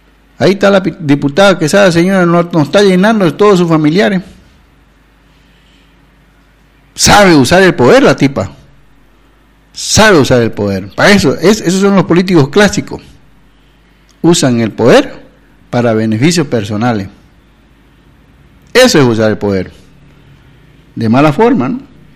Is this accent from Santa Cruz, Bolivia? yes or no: yes; Santa Cruz, Bolivia